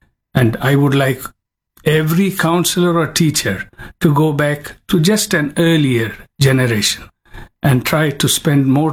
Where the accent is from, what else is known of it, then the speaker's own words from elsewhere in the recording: Chennai, Tamil Nadu, India; I was born in India in an army home. Madras is my hometown, which is present-day Chennai.